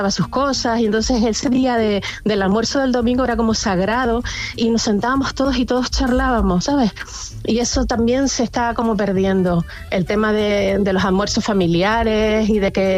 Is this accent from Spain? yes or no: yes; Canary Islands, Spain; Entonces, las palabras, por ejemplo, en mi caso, que soy de Canarias, pues hay muchas palabras canarias que yo le escuchaba a mi madre